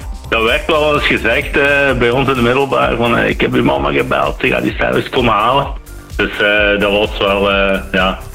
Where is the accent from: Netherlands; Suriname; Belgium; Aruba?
Belgium; Limburg; Ik ben zelf van Limburg